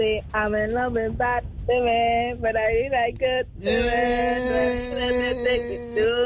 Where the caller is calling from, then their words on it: Arima, Trinidad & Tobago; I'm calling from Arima.